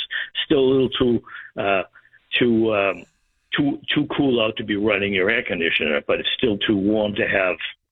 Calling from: Kingston, Massachusetts, United States; from Kingston.

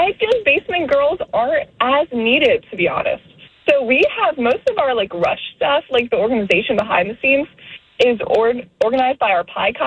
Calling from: Greenville, South Carolina, United States

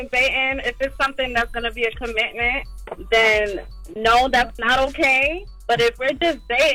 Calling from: Long Island, New York, United States; I'm calling from Long Island.

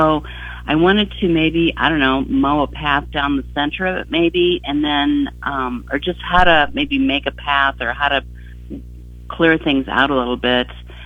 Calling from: Amana, Iowa, United States; I'm from Amana.

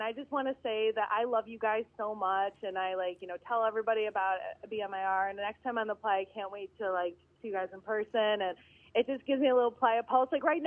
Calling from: Miami, Florida, United States

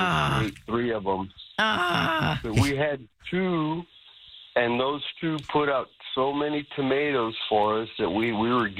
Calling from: Natalia, Texas, United States

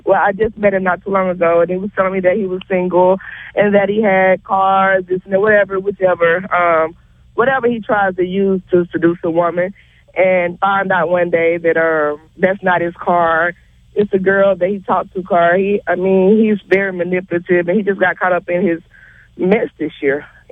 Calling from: Long Beach, California, United States; I'm calling from Long Beach.

